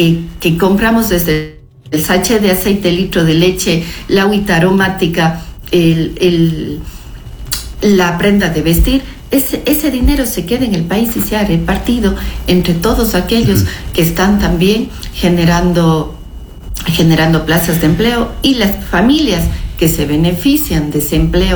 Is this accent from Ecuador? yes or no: yes; Ecuador